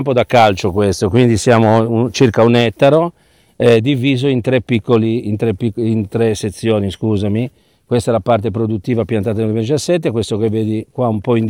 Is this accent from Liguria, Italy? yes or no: yes; Genoa, Liguria, Italy; ci aggiungo anche da genovese